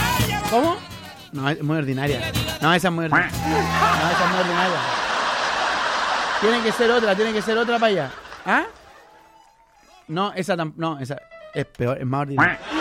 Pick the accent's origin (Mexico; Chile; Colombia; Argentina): Chile; Más chileno que los porotos. Más chileno que... ¡Puta que soy chileno!